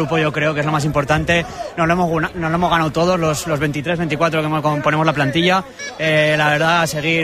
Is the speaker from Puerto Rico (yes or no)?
no; Monzón, Aragon, Spain; conseguir este ascenso con el equipo de mi pueblo.